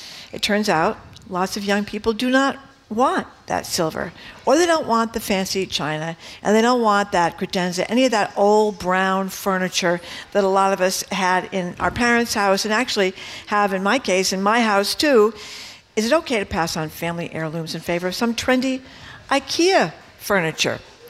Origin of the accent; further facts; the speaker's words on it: Fall River, Massachusetts, United States; in my house at home when I was growing up in Fall River